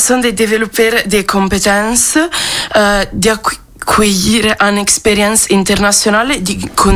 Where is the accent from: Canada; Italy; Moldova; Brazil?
Italy; Veneto; French is a second language; moved away as an adult; now in Vire, France; Je suis italienne aussi. Je viens d'une ville à côté de Venise, comme Luigi, et je suis 20.